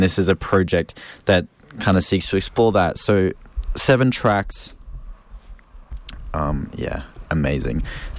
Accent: Brisbane, Queensland, Australia; as Brisbaneites here in Mianjin.

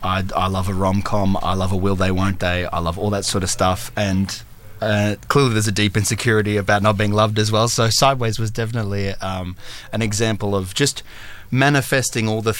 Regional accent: Beerwah, Queensland, Australia; moved away as an adult; also born or lived in Coolum, Australia; now in Brisbane, Australia; So I'm from the Sunshine Coast, born in Coolum and then moved to Biwa, right next to the Australia Zoo. And I lived there for as long as I can remember.

